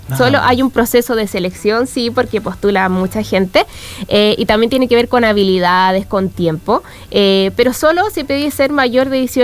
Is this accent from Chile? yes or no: yes; Viña del Mar, Valparaíso, Chile; No, yo soy de Forestal.